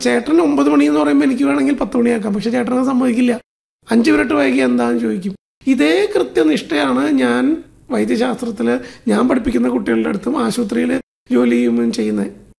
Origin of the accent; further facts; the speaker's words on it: Irinjalakuda, Kerala, India; ഞാൻ ഇരിഞ്ഞാലക്കുടക്കാരനാണ്.